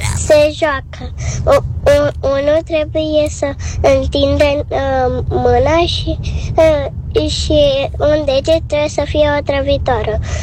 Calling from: Bucharest, Romania; din București.

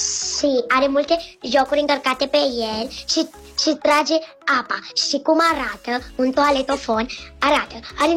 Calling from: Bucharest, Romania; din București și am 6 ani

